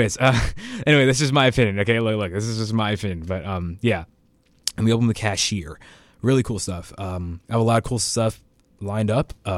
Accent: New York, United States; I mean, I'm from New York, so I'm always gonna love

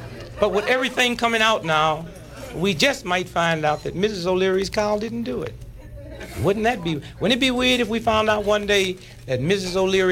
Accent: Chicago, Illinois, United States; See, I'm from Chicago

